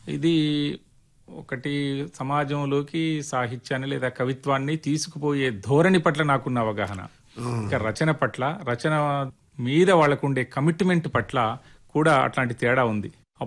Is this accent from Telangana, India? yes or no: yes; Chityal, Telangana, India; నేను 3 సంవత్సరాల వయసున్నప్పుడు మా నాన్నగారు చనిపోవడం వల్ల నేను మా సొంత ఊరు కల్లోనికుంటలో ఉండడానికి అవకాశం లేక బతుకు తెరువు కోసం మా అమ్మ నన్ను తీసుకుని చిట్యాల గ్రామానికి వలస వచ్చారు.